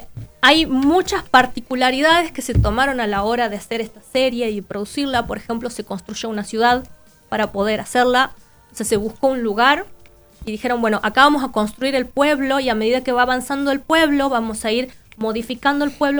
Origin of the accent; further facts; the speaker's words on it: Argentina; Nosotros somos argentinos, vivimos en otra parte del mundo.